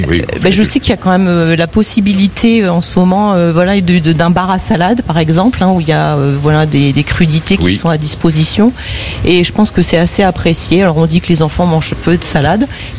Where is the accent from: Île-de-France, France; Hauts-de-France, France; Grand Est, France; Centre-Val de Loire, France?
Hauts-de-France, France; Je viens de la région du Nord.